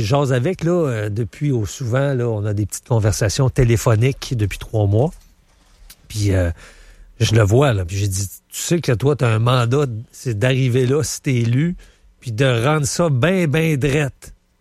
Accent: Quebec, Canada; born there; C'est dans mon patelin, là. Il se présente. C'est Tetford Mines, entre autres.

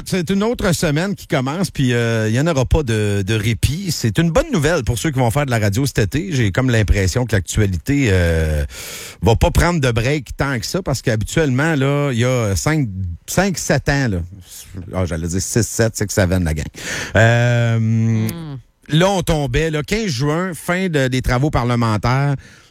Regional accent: Canada; born there; Moi, je suis Canadien, là, je peux pas être autre chose. Je suis né ici, puis j'ai pas d'autres passeports.

